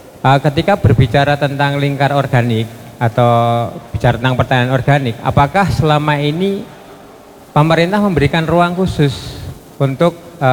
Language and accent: Indonesian; Wonogiri, Central Java, Indonesia; Sebelumnya perkenalkan, kami dari Kabupaten Wonogiri